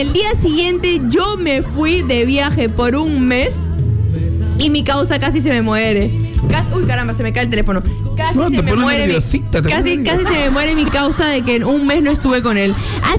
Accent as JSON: {"language": "Spanish", "country": "Peru", "said": "Somos de Perú, papi. Acá hay mar."}